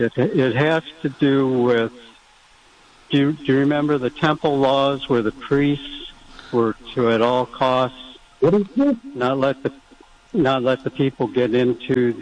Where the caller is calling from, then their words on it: San Diego, California, United States; San Diego.